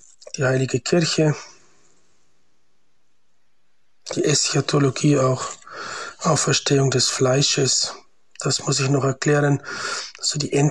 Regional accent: Bavaria, Germany; now in Liechtenstein; ich bin 48 Jahre alt, bin aus Bayern, aus Oberfranken

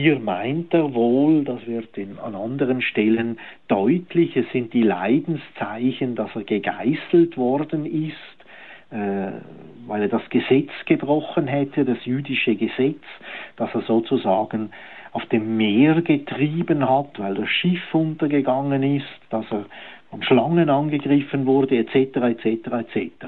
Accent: Switzerland; wir Schweizer ja sozusagen auch die Heiden, wir sind ja nicht Juden gewesen, sondern außerhalb des Judentums aufgewachsen

